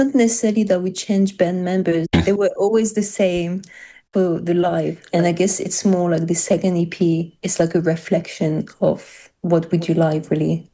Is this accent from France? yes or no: yes; France; English is a second language; now in London, United Kingdom; like we're from France, right?